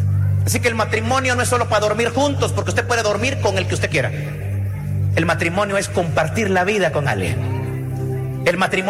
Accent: Nicaragua; now in Guatemala; no vio al nicaragüense que venía ahí buscando vida a Guatemala. … a un nicaragüense inmigrante que cantaba bonito

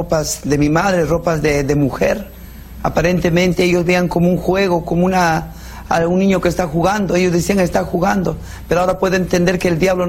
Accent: La Oroya, Junín, Peru; moved away as an adult; now in France; Yo estudiaba en el colegio en La Oroya, yo soy natural de La Oroya.

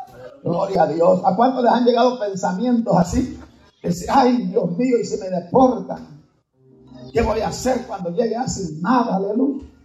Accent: Guatemala; Yo sigo diciendo que soy de Guatemala, pero ya no se me oye igual, hermano.

